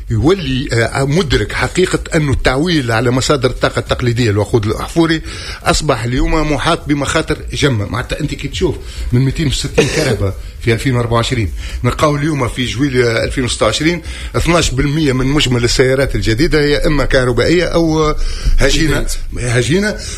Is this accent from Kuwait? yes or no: no; Tunisia; عندنا في تونس